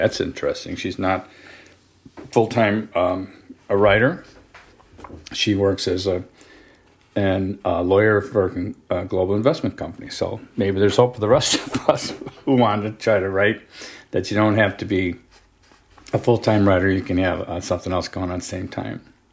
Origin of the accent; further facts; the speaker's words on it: Singapore; growing up in Singapore, probably from cultural osmosis